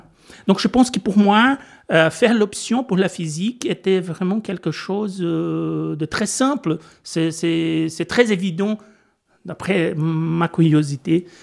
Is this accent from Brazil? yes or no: yes; Brazil; French is a second language; moved away as an adult; now in Belgium; je suis brésilien.